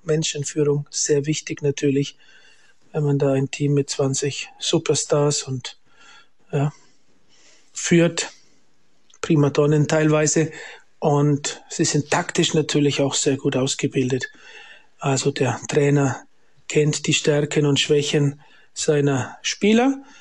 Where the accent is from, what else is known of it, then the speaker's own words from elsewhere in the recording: Germany; Schön, dass wir in Deutschland, meiner Heimat, auch ein Apostelgrab haben.